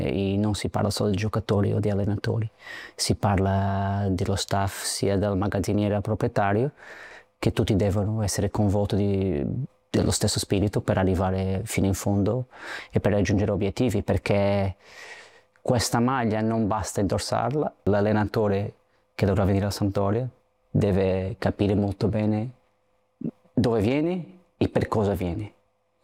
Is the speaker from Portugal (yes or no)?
yes; Portugal; Italian is a second language; e come portoghese, come che non siamo molto diversi dagli italiani da tanti secoli che abbiamo girato al mondo.